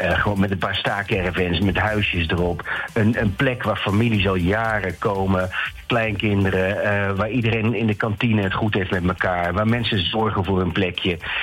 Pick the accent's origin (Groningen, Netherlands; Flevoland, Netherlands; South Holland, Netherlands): Groningen, Netherlands; moved away; bij ons in Groningen, ik kom uit Groningen oorspronkelijk.